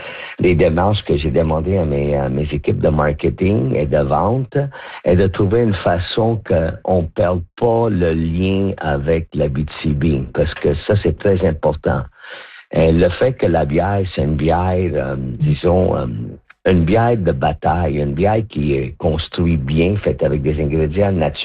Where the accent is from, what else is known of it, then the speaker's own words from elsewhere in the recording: Quebec, Canada; on a pris un nouvel élan avec la bière parce que on est des Québécois.